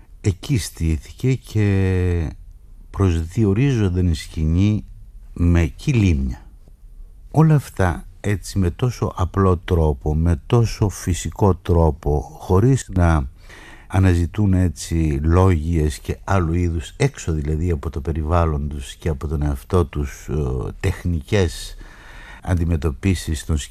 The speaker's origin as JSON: {"language": "Greek", "area": "Kilkis", "region": "Central Macedonia", "country": "Greece", "tie": "born or raised there", "said": "και δεν είναι γιατί είναι ο τόπος μου"}